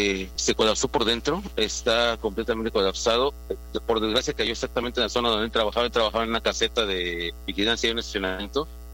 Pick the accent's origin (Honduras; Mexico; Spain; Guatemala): Mexico; Nosotros, como mexicanos, han estado apoyando, están presentes.